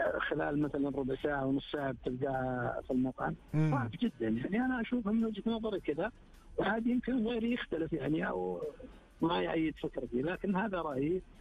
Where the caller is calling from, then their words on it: Riyadh, Riyadh Province, Saudi Arabia; من الرياض.